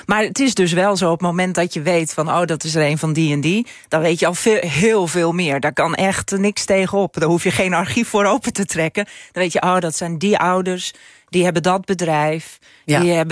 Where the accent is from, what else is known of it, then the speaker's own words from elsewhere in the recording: Friesland, Netherlands; first language Frisian; Dutch is a second language; now in Ameland, Netherlands; Maar Fries is mijn moedertaal. Toen ik naar Ameland ben verhuisd, binnen no time was ik gewoon. Het Amelands had ik eigen gemaakt.